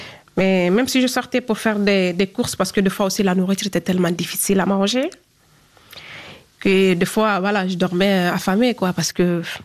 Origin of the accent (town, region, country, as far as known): Guinea